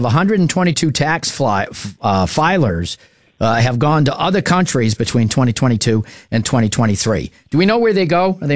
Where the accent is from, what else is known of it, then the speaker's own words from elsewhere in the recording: Keene, New Hampshire, United States; I was born right here in Keene. I work in Keene. I live in the town I grew up in. I haven't gone very far